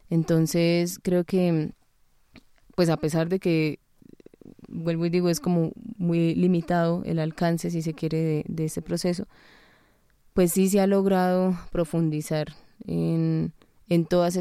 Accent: Colombia; la realidad que vivimos como sociedad colombiana

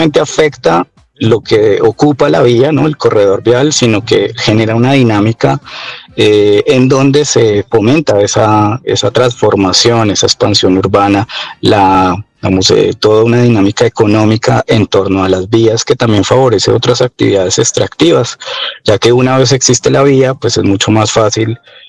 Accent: Colombia

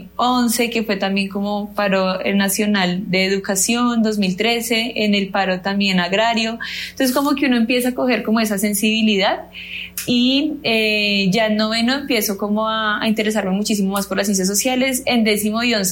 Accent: Bogotá, Colombia; Yo realmente crecí en el Restrepo, pero viví en el Calvo Sur, luego viví en el 7 de agosto y ya como en mi infancia, como desde los por ahí 3 años, ya viví en el Restrepo. Es como mi barrio de crianza.

